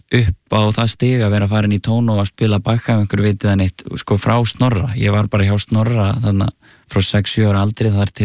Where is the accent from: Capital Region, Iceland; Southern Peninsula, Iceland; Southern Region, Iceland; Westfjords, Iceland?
Capital Region, Iceland; Árbær; born or raised there